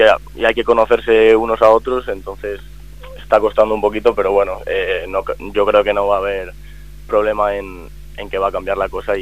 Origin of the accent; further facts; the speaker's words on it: Salamanca, Castile and León, Spain; moved away as an adult; also born or lived in Ponferrada; yo soy de aquí, soy de Salamanca. Entonces también me interesaba venirme a casa porque he estado fuera por motivos académicos